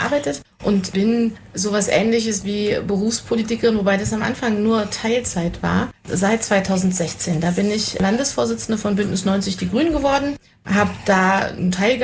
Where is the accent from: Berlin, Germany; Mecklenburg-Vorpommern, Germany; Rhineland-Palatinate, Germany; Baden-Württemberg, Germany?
Berlin, Germany; born there; now in Quedlinburg, Germany; ich bin 48 Jahre alt, in Ost-Berlin geboren, wohne seit 2008 in Sachsen-Anhalt und zwar in Quedlinburg